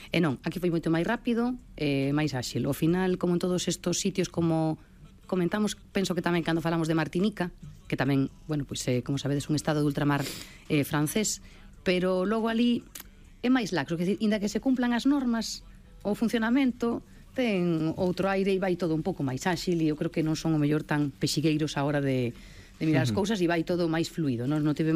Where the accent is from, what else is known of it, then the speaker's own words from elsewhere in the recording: Galicia, Spain; pero que sendo español e galego, pois, é moi